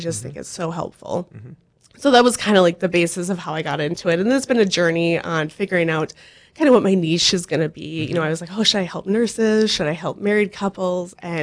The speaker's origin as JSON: {"language": "English", "town": "Buchanan", "region": "North Dakota", "country": "United States", "said": "Well, I'm originally from Buchanan, and then he's from Jamestown."}